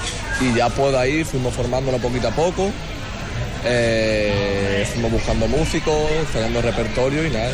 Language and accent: Spanish; Ayamonte, Andalusia, Spain